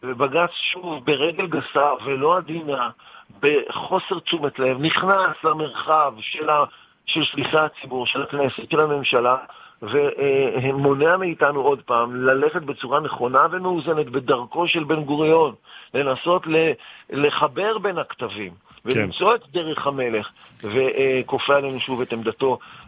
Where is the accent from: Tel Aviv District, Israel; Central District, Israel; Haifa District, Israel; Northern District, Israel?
Central District, Israel; Netanya; born there; בנתניה, עיר הולדתי